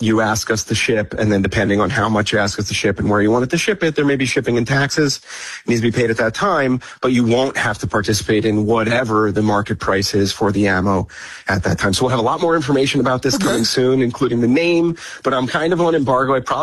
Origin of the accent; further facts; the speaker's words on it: Pennsylvania, United States; I grew up in Pennsylvania, right outside of Philadelphia, and I grew up in a very suburban area